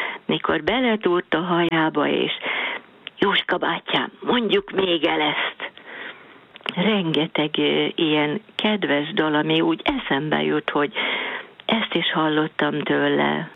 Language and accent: Hungarian; Sáp, Hajdú-Bihar, Hungary; moved away; én Sápon nőttem fel, egy kis 1000 fő körüli kis faluba, és mikor férhez mentem be, egy új faluba, nem messze, egy olyan 13-15 kilométerre van Sáptól